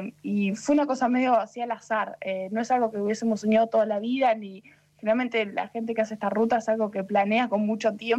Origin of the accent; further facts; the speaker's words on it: Argentina; moved away as an adult; Soy argentina, tengo 30 años